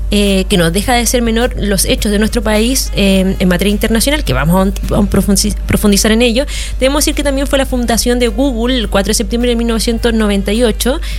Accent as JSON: {"language": "Spanish", "country": "Chile", "said": "porque somos chilenas"}